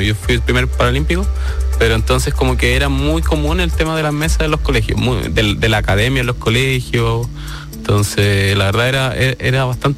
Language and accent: Spanish; Rengo, O'Higgins, Chile; Yo nací en el 97, sí, yo estoy en Rengo, soy originario, oriundo de Rengo, la sexta región.